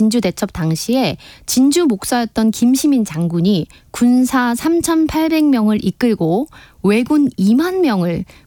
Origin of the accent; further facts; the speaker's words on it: Miryang, South Gyeongsang, South Korea; 밀양이 제 고향이잖아요.